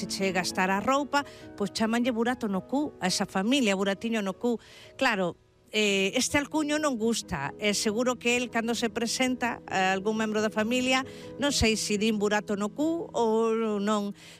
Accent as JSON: {"language": "Galician", "town": "A Illa de Arousa", "region": "Galicia", "country": "Spain", "said": "e a veciñanza da Illa de Arousa, que somos provincia de Pontevedra."}